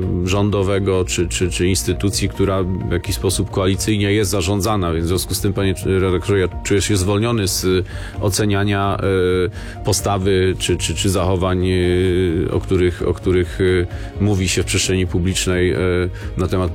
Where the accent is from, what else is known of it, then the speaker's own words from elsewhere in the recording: Greater Poland Voivodeship, Poland; Pochodzę z Wielkopolski, bardzo rolniczego regionu